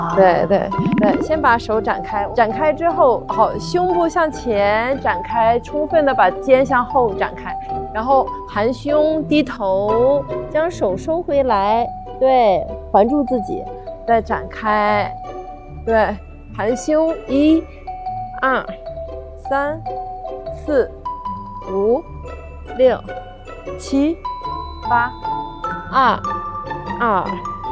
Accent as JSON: {"language": "Chinese", "town": "Dalian", "region": "Liaoning", "country": "China", "said": "因为我来自大连，所以今天带来的是大虾"}